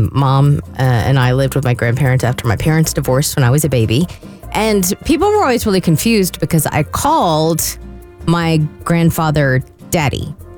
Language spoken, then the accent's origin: English; Texas, United States; We're from Texas. So it's very like Texas.